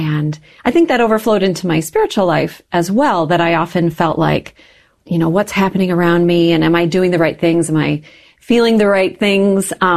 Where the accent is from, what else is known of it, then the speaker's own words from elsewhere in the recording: Minnesota, United States; Sure. So I'm from Minnesota, okay. And I grew up in a wonderful family.